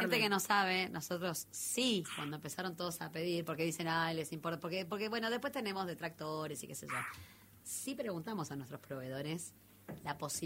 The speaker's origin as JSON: {"language": "Spanish", "region": "Salta", "country": "Argentina", "said": "y vivimos acá, somos salteñas"}